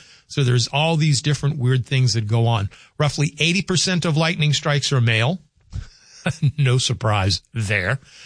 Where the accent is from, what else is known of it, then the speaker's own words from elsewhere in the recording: the South, United States; now in Red River Valley, United States; Heat lightning, in my vernacular, growing up in the South